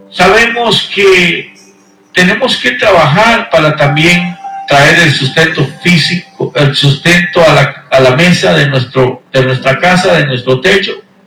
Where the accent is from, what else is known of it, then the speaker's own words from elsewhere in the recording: Guatemala; now in Houston, United States; vamos a mandar un cordial saludo hasta Guatemala, mi tierra natal. … viviendo aquí en Houston, Texas